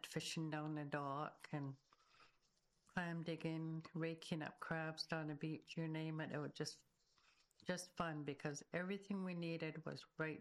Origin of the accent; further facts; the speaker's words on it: Turner Island, British Columbia, Canada; also born or lived in Alert Bay / Fort Rupert; I was born in Alert Bay and then raised for a little bit of time here in Tahis, Fort Rupert. And then my grandparents, then I grew up in Turner Island and I grew up with them.